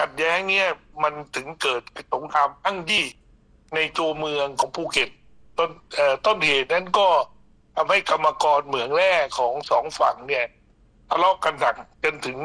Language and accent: Thai; Phuket, Thailand; ผมเป็นคนภูเก็ตเกิดที่ภูเก็ตแล้วก็เรียนมัธยม